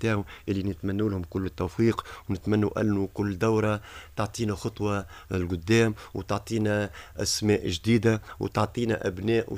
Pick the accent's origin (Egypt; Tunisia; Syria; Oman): Tunisia; El Kef, Kef Governorate; نحن الكافية